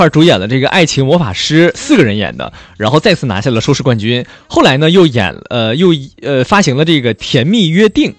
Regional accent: Shandong, China

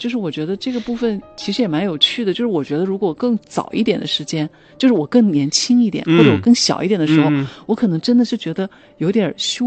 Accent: China; 对我们中国人啊

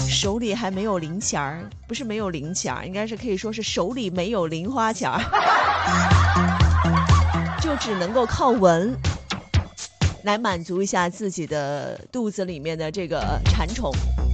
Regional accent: Guizhou, China; now in Haikou, China; 我们家乡贵州

